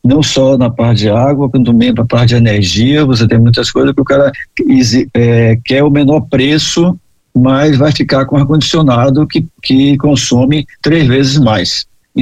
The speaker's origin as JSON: {"language": "Portuguese", "region": "Bahia", "country": "Brazil"}